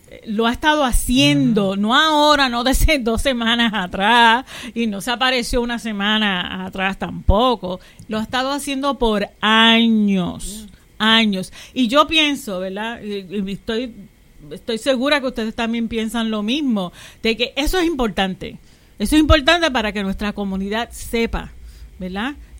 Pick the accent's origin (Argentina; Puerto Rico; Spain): Puerto Rico; Ponce; born there; y también hispana, porque ya nací aquí en Ponce.